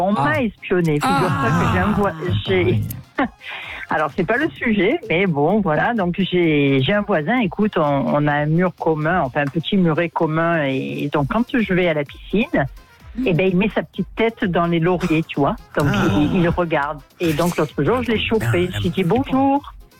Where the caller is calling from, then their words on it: Perpignan, Occitanie, France; J'habite à Perpignan